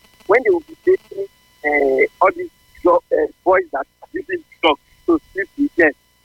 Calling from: Benin City, Edo, Nigeria; I'm calling from Benin.

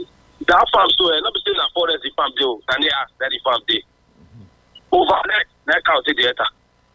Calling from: Use, Edo, Nigeria; I'm calling from Okungbowa.

